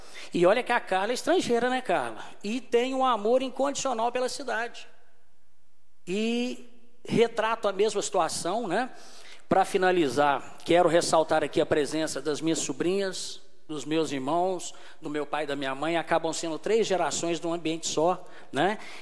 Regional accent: Dores do Indaiá, Minas Gerais, Brazil; E nós que somos de Dores, mais ainda, né? Conforme o Keninho disse, sou produtor rural, pequeno produtor rural na cidade

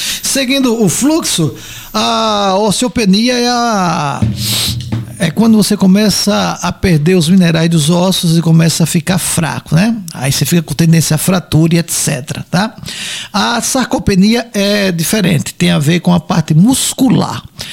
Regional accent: Alagoas, Brazil; now in Coruripe, Brazil; eu tô morando em Cururipe, que na verdade a minha eu sou do litoral, né? Eu não sou do Agreste nem do Sertão, sou do litoral. Então a gente mora lá e mora também em São Sebastião.

